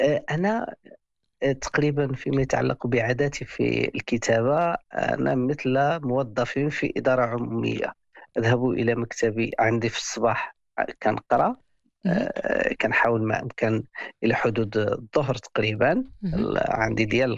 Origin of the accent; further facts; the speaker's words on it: Morocco; بأننا نحن المغاربة